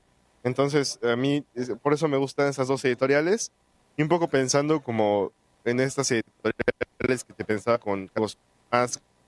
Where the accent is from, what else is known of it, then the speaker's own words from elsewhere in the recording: Texcoco, State of Mexico, Mexico; yo soy de Texcoco.